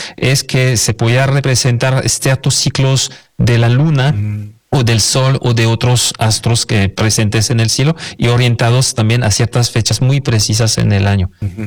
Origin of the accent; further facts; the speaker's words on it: Nuevo León, Mexico; nuestra identidad como regios y personas del noroeste de México